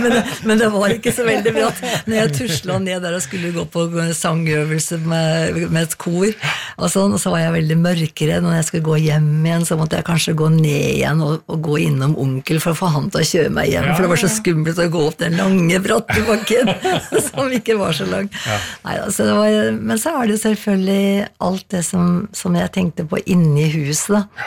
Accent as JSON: {"language": "Norwegian", "town": "Skreia", "region": "Innlandet", "country": "Norway", "tie": "born or raised there", "moved": "yes", "lives_now": "Asker, Norway", "said": "jeg har liksom to sånne hjemsteder, føler jeg. Det er liksom Toten, altså Skreia, er liksom det er der jeg vokste opp, ikke sant? Så det er liksom røttene mine. Og så har jeg bodd nå i Asker, mye lenger da."}